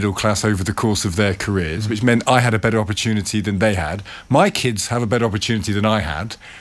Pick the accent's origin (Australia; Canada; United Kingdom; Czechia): United Kingdom; England; accent: flat vowels; Well, Kate and I both speak with flat vowels, because we come from the North and the Midlands.